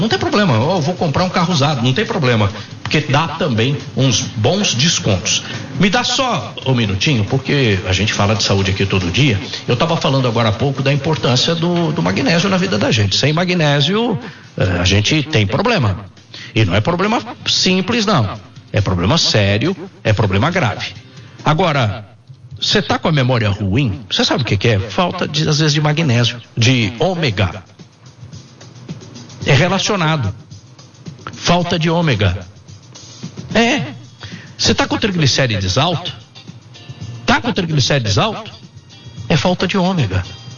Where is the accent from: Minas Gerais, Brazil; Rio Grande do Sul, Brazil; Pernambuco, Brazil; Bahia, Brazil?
Minas Gerais, Brazil; now in São Paulo, Brazil; eu falo carta porque eu sou mineiro. Mineiro fala carta de motorista, né? Aqui no estado de São Paulo eles falam CNH